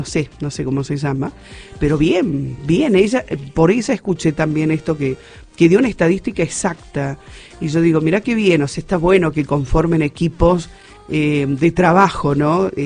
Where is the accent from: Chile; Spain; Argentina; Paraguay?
Argentina; como argentina y admiradora